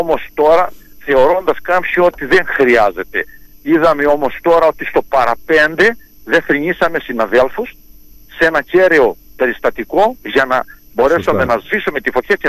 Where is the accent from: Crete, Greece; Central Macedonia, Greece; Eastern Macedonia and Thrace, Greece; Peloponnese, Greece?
Crete, Greece; που είμαστε από την Κρήτη